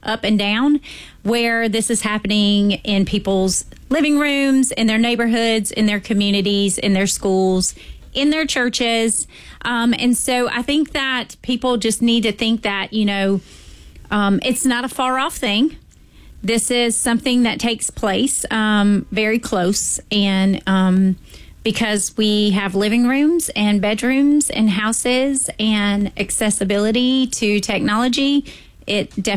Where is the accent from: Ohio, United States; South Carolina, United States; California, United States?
South Carolina, United States; I mean, myself as a survivor of 18 years, when technology didn't exist, it happened to me, and I'm from Lexington County.